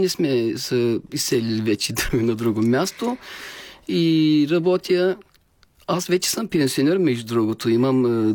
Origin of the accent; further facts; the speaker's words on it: Aytos, Burgas Province, Bulgaria; also born or lived in Boyno; now in Turkey; Само да уточня, че аз съм роден в Родопите, в село Бойно, Кърджалийско, но съм бил много малък, дори не помня нищо. В Айтос са се изселили нашите и съм израснал и помня всичко по край Айтос.